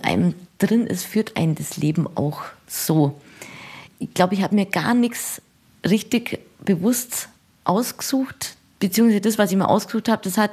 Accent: Eurasburg, Bavaria, Germany; Ja, im Alltagsleben bin ich immer hier in der Ecke geblieben.

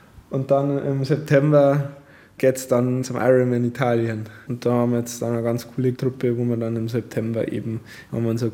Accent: Menkofen, Bavaria, Germany; ich komme aus Bayern, bin in Bayern aufgewachsen, bin da verwurzelt

